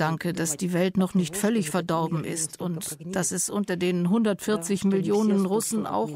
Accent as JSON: {"language": "German", "region": "Kyiv", "country": "Ukraine", "second_language": "German", "moved": "as an adult", "lives_now": "Germany", "said": "ich bin aus Kiew und lebe schon seit fast 5 Jahren in Deutschland."}